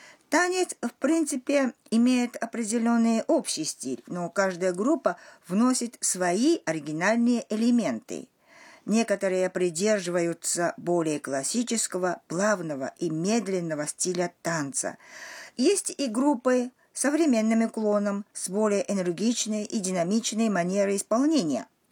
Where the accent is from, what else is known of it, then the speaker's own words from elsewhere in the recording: Tokushima, Japan; моем родном городе, в префектуре Токусима на острове Сикоку, каждый год в середине августа проходит фестиваль, который называется Ава-одори.